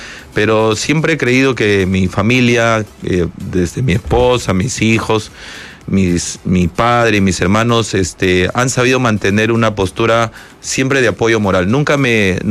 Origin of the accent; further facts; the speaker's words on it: Guanajuato, Mexico; Soy mexicana y soy de Guanajuato.